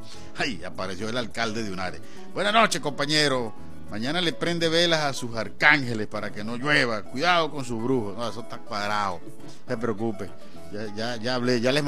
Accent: Apure, Venezuela; Yo soy de Apure, precisamente.

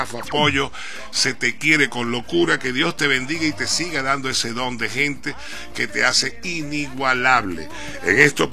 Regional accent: Venezuela; somos venezolanos

